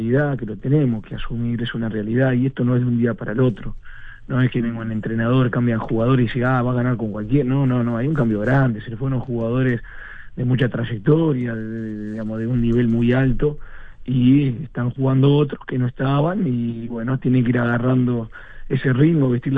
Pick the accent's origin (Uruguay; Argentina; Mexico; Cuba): Uruguay; Y bueno, eso, como un uruguayo más, voy a estar preparado en casa para ver el partido